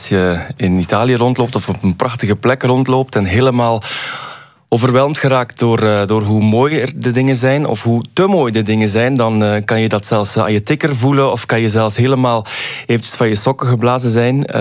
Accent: Bruges, West Flanders, Belgium; En ja, ik ben zelf uit Brugge afkomstig.

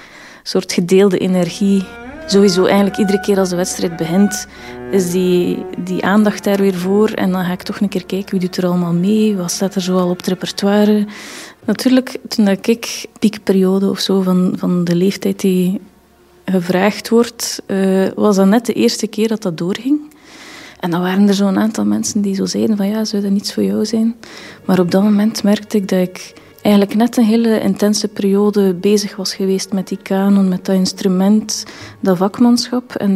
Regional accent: Belgium; als Belg kunnen we er bijna van uitgaan dat de zaal wel heel supportive is.

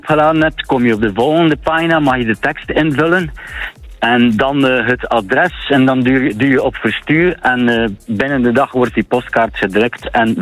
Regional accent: Bruges, Flanders, Belgium; ik ben een Bruggeling

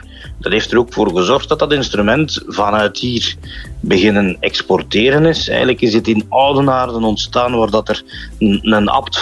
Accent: Flanders, Belgium; En dat is niet in elke toren in bij ons in Vlaanderen zo.

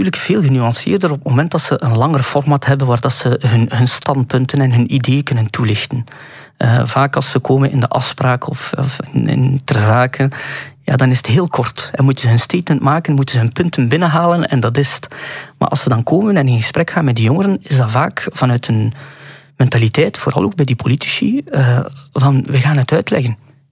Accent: Sint-Niklaas, Flanders, Belgium; born or raised there

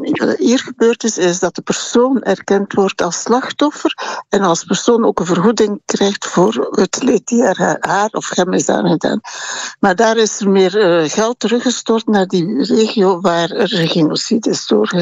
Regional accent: Rwanda; now in Belgium; Nee, maar ik ben een metis uit Rwanda.

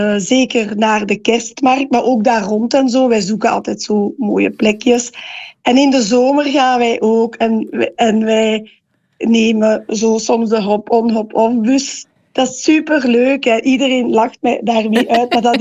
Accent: Genk, Flanders, Belgium; Dus ik ben van Zwartberg afkomstig, van Limburg. En daar woonde een Franstalige familie. En mijn mama was eigenlijk ook Franstalig, mijn papa Italiaan.

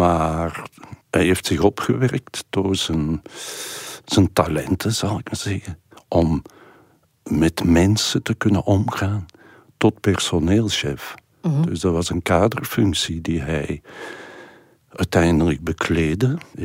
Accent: Turnhout, Flanders, Belgium; Ik was 12 jaar. En bij ons thuis in Turnhout kwam er elk jaar een kermis in de straat.

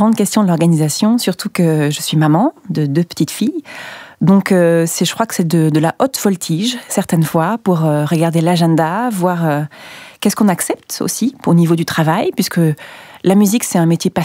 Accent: Perpignan, Occitanie, France; puisque je suis de Perpignan, alors Perpignan, c'est la Catalogne française.

